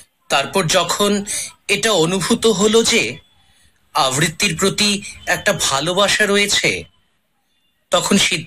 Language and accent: Bangla; Udaipur, Tripura, India; উদয়পুর শহরের জগন্নাথ দীঘির পশ্চিম পারে আমার জন্ম হয় 1986 সালের 30শে ডিসেম্বর।